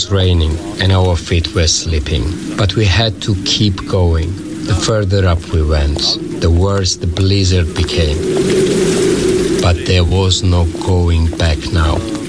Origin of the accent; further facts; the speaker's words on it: Sukhumi, Abkhazia, Georgia; Suchumi was a very multicultural place. When I was growing up, everyone got along pretty well.